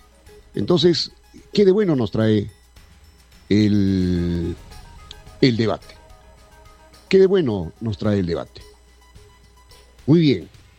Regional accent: Peru; nos conviene como peruanos, como país, como familia

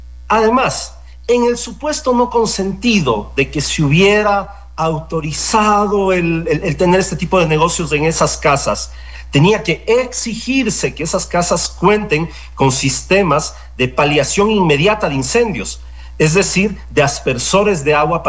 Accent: Riobamba, Chimborazo, Ecuador; la respuesta es muy, muy fácil de realizar para quienes somos de Riobamba o quienes tenemos un contacto con Riobamba.

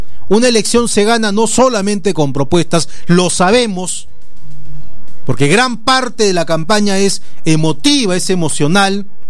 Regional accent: Tacna, Peru; Los taneños no somos ofensivos.

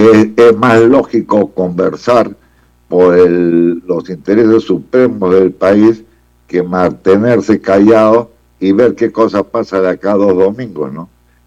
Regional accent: Peru; que no soy fujimorista, antes de todo soy peruano

